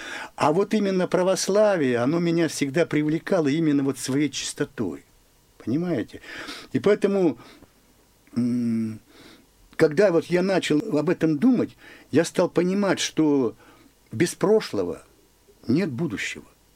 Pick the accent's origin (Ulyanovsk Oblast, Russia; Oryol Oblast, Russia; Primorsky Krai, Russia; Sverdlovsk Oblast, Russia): Sverdlovsk Oblast, Russia; Yekaterinburg; я считал себя коренным екатеринбуржцем, а оказывается, нет, дед-то мой родился в Ревде.